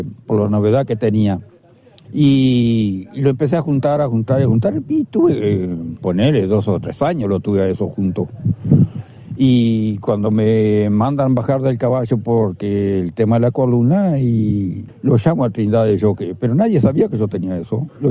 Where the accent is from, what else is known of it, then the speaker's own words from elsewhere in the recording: Paso de la Cruz, Río Negro, Uruguay; moved away; Yo soy oriundo de Paso de la Cruz, pero estoy en Nuevo Orleans hace 45, 46 años. Sí. Yo me fui muy joven de Paso de la Cruz. Pero estoy viviendo actualmente, tengo mi familia en Berlín.